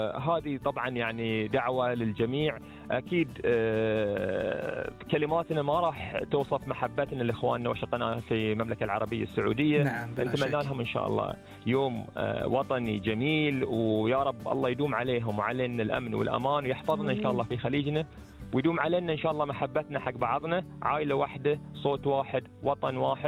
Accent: Bahrain; متعلق فينا إحنا كبحرينيين

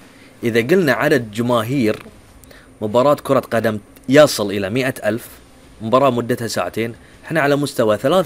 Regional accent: Bahrain; عندنا في البحرين والخليج وعندنا في الوطن العربي

